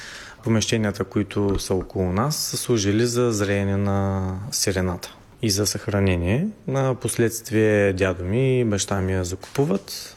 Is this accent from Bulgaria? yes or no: yes; Silistra, Silistra Province, Bulgaria; also born or lived in Sofia; Аз специално съм завършил езикова гимназия в родния ми град Силистра, след това администрация и менеджмент в София